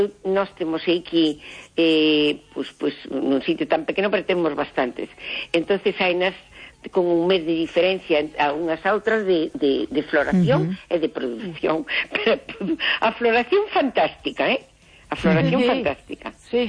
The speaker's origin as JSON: {"language": "Galician", "town": "Freas de Deva", "region": "Galicia", "country": "Spain", "said": "Son de Freas de Deva, un pueblo precioso, precioso."}